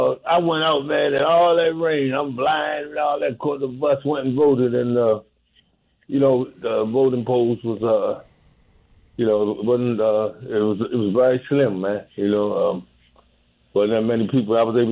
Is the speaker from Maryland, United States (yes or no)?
yes; Baltimore, Maryland, United States; So I grew up in Baltimore, too. I was around when, 1968, I was 9 years old.